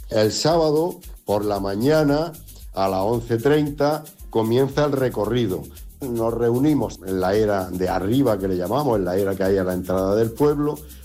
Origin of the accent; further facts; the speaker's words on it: Alcudia de Monteagud, Andalusia, Spain; de mi pueblo, de Alcudia de Monteagud.